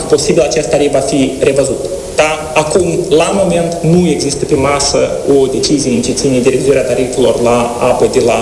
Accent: Moldova; noi în Moldova avem două piețe

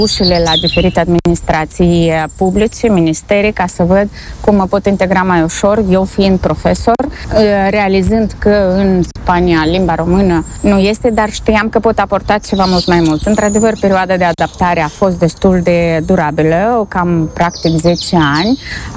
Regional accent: Moldova; now in Spain; suntem oameni harnici

